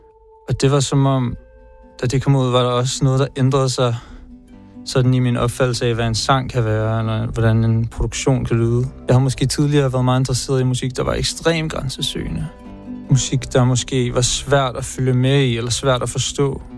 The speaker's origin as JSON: {"language": "Danish", "town": "Copenhagen", "region": "Capital Region of Denmark", "country": "Denmark", "moved": "yes", "lives_now": "London, United Kingdom", "said": "Jeg kommer fra København."}